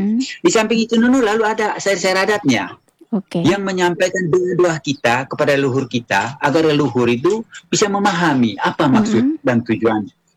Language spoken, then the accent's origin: Indonesian; East Nusa Tenggara, Indonesia